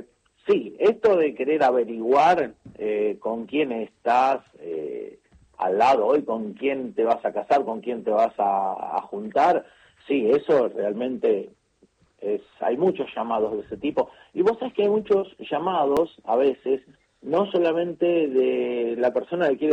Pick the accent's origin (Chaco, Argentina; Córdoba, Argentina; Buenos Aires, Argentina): Buenos Aires, Argentina; Nosotros somos de Buenos Aires